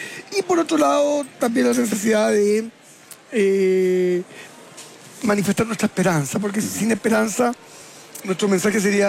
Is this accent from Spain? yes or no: no; Chile; desde África, América del Sur, uno les dice, soy chileno, es lo mismo para ellos que un argentino